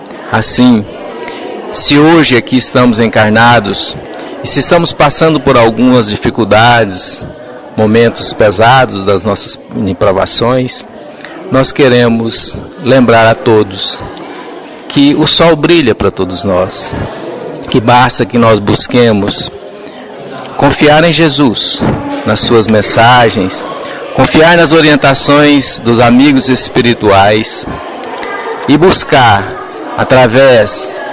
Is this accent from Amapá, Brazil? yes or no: no; Goiânia, Goiás, Brazil; nós somos, sou de Goiânia, estado de Goiás, Brasil.